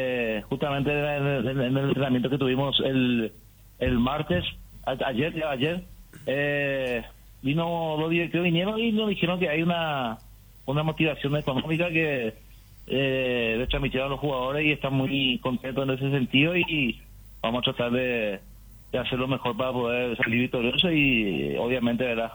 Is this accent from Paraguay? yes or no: yes; Pastoreo, Itapúa, Paraguay; yo soy de Pastoreo, la ciudad de Pastoreo.